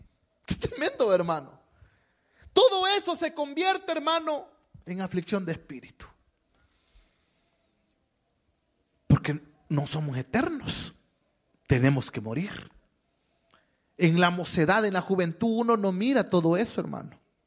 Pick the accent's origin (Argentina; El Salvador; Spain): El Salvador; San Salvador; now in Santa Ana, El Salvador; antes yo era de San Salvador, hermano. Digo era porque hoy, hermano, estoy capturado aquí. En Santana. Hoy soy residente de Santana.